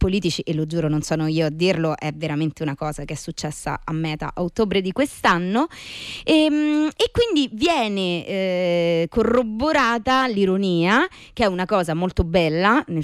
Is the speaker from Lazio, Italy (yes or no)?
yes; Rome, Lazio, Italy; E io sono di Torrevecchia